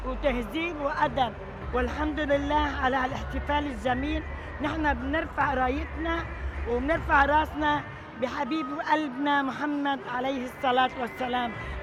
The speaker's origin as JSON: {"language": "Arabic", "country": "Australia", "said": "أنا مواطنة من أستراليا ومن الجالية العربية اللبنانية."}